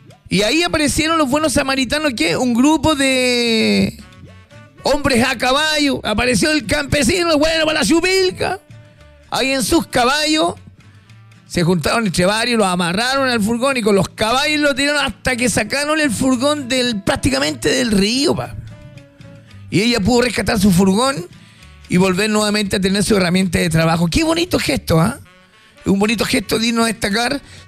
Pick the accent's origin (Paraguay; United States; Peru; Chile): Chile; solidarios como somos los chilenos, apoyando al que lo está sufriendo.